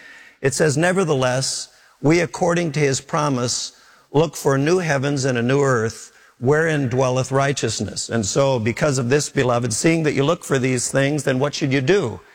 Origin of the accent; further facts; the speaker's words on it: Minneapolis, Minnesota, United States; a dear man who I grew up with in Minneapolis.